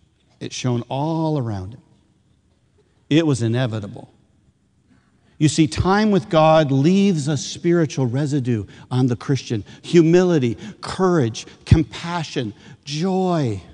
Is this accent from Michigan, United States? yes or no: yes; Michigan, United States; And then I'm thinking to myself, I'm from Michigan. I don't remember putting sunscreen on.